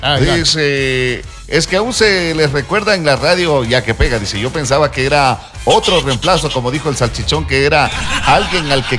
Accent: Santo Domingo, Santo Domingo de los Tsáchilas, Ecuador; Un abrazo, Tocay, de mi misma ciudad.

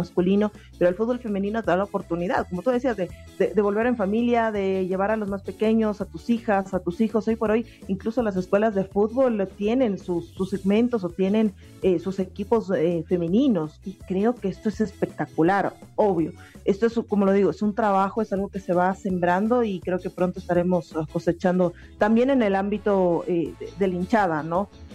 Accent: Quito, Pichincha, Ecuador; born there; nosotros estábamos al lado de la Atahualpa. Yo soy ex estudiante del colegio 24 de mayo.

